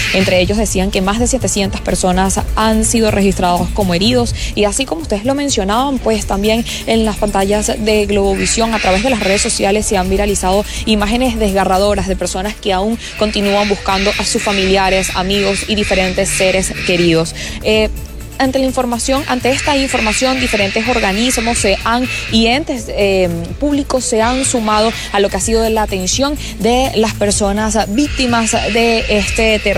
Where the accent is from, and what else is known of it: Venezuela